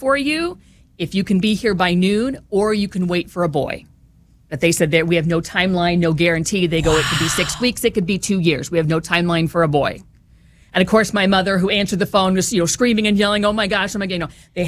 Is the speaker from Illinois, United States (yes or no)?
yes; Hoopeston, Illinois, United States; In Hoopston, Illinois, which is on the Illinois-Indiana border in Vermilion County. So I grew up in St. Anthony's Parish.